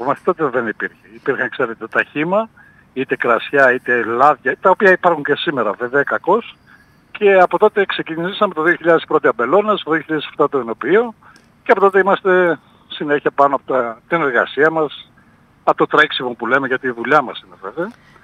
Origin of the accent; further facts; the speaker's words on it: Thessaly, Greece; moved away as an adult; also born or lived in United States; σε ηλικία 30 ετών, επέστρεψα στο χωριό μου, το οποίο είναι 150 κατοίκων, ένα μικρό χωριό στα σύνορα της στερεάς Ελλάδας με τη Θεσσαλία. Ουσιαστικά είμαστε μέσα στο Θεσσαλικό κάμπο.